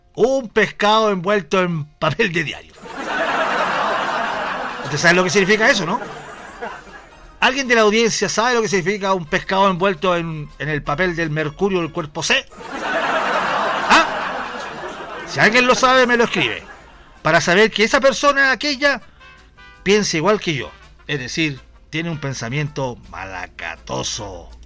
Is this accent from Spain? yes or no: no; Uruguay; vengo acá al mercado, acá, porque el mercado uruguayo, porque soy uruguayo